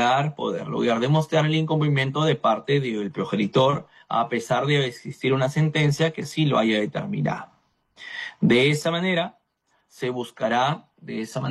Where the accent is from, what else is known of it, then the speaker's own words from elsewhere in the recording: Chiclayo, Lambayeque, Peru; bendiciones hasta mi tierra hermosa de Chiclayos